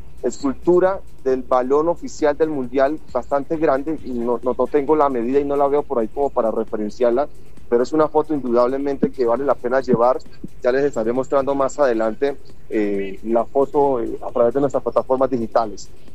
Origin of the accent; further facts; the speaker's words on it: Colombia; 9:27 de la mañana en nuestro país, en Colombia.